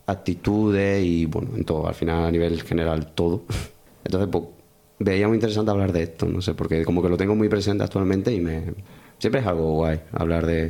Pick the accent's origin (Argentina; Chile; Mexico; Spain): Spain; Seville, Andalusia; also born or lived in Granada; now in Málaga province, Spain; Soy de Sevilla realmente. Ya luego pues, me vine a Granada. Granada me enamoró. Y ya pues de ahí pues me quise quedar aquí. Pasa que, bueno, me salió esto en Málaga, en el pueblito este. Y ya pues me tuve que ir